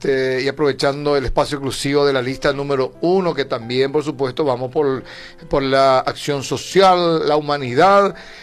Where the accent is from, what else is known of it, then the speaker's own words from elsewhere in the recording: Limpio, Central, Paraguay; now in Carapeguá, Paraguay; Yo soy oriundo de la ciudad de Limpio, mi familia está en Limpio, y así pude conocer Carapeguá, y hoy ya soy hijo predilecto de Carapeguá